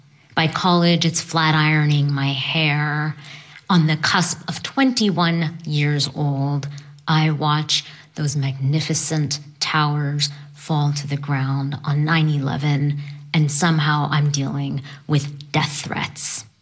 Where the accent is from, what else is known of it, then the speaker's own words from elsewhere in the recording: New Orleans, Louisiana, United States; born there; now in Houston, United States; I was born in New Orleans to a Pakistani-American family. I currently live in Houston, Texas